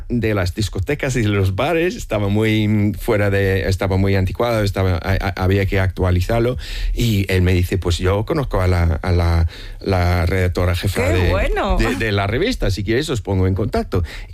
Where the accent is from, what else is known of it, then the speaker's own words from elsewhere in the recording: United Kingdom; Spanish is a second language; moved away as an adult; now in Madrid, Spain; yo soy el típico británico que de mi infancia fue marcada por las vacaciones familiares en España